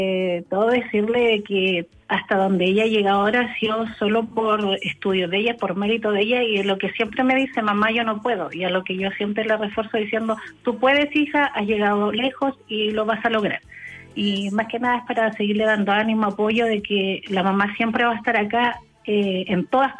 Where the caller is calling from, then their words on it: Coronel, Biobío, Chile; De Coronel.